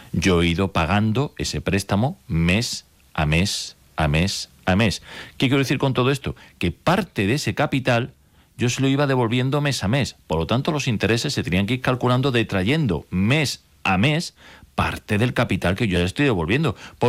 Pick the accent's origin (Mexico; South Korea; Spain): Spain; Córdoba, Andalusia